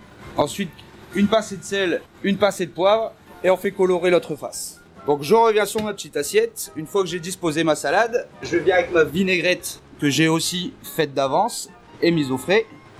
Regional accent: Gravelines, Hauts-de-France, France; moved away as an adult; now in Lot, France; je viens du Nord-Pas-de-Calais, plus précisément Gravelines.

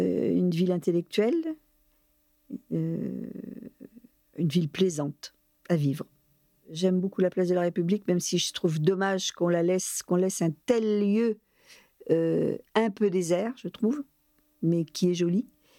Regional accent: Caen, Normandy, France; also born or lived in Limoges; Donc, je suis née à Limoges. Et 2 ans après, j'ai réintégré Caen, où habitaient les parents de mon papa.

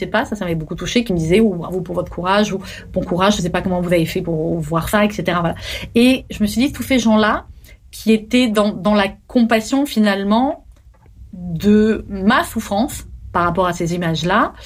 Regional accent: France; Nous, pour le Bataclan, j'ai envie de dire parce qu'on est français, évidemment qu'on a souffert.

